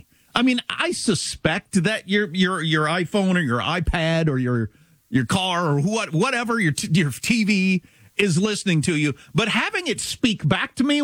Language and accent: English; Kansas, United States; I'm from Kansas, so I've heard people talking about this.